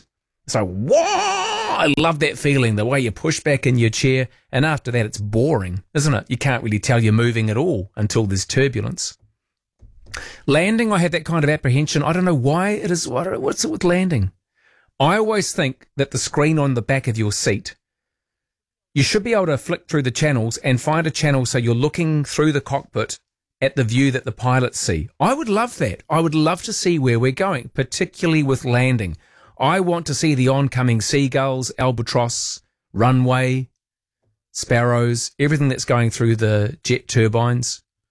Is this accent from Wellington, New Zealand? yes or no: yes; Wellington, New Zealand; also born or lived in Christchurch; we moved from Christchurch to Wellington. Yeah. I mean, I was born in Christchurch. I was very young then as well.